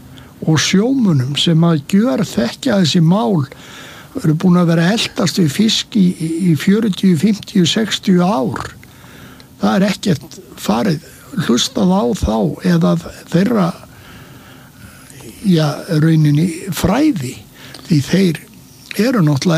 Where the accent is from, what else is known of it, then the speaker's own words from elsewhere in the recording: Sandgerði, Southern Peninsula, Iceland; við erum úr Sandgerði en við fórum á þessa staði til að fiska löndum stundum í Þorlákshöfn og stundum í Vestmanneyjum